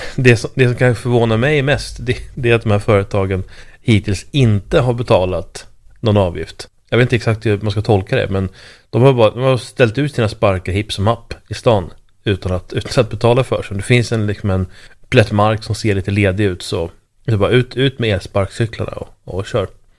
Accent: Uppsala, Uppsala County, Sweden; det är från min hemstad Uppsala

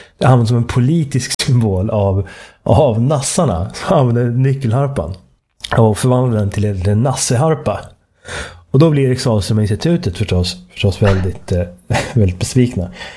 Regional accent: Sweden; tillståndet i mitt hemland

